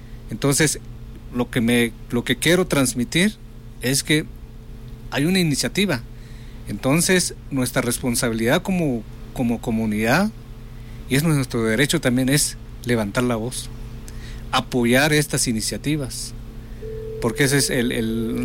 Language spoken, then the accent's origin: Spanish; Guatemala; moved away; Yo soy de Guatemala